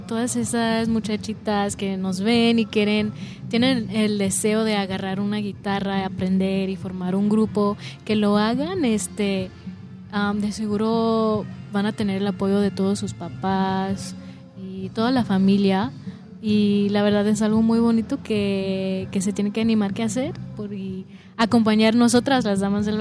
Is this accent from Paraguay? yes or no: no; Mexico; Creo que es algo muy importante como mexicano, no tan importante de saberlo